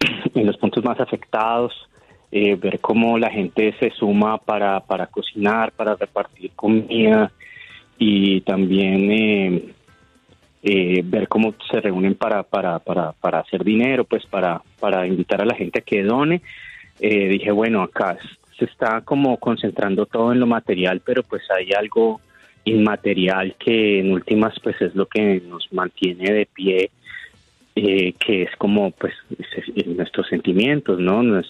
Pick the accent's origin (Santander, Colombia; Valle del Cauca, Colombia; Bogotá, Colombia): Valle del Cauca, Colombia; Cali; como caleños y caleñas